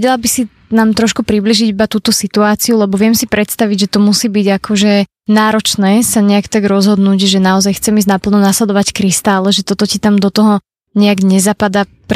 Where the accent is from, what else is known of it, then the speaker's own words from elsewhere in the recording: western Slovakia, Slovakia; ja by som trošku potrebovala lapiť takéto ľ a takto, lebo tiež akože som zo západu, tak sa to tu aj v rádiu učím.